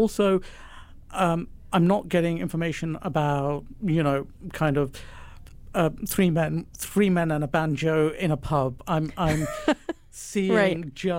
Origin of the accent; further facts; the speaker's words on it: United Kingdom; I'm British.